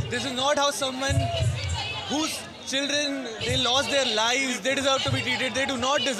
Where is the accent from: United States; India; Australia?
India; Delhi; I've been born and brought up in Delhi, and what happened the day before yesterday is the single worst thing.